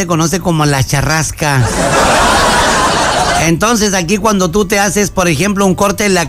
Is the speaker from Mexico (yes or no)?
yes; Culiacán, Sinaloa, Mexico; moved away; Allá en el mero mero, en el México, donde yo vengo, porque yo vengo de Culiacán.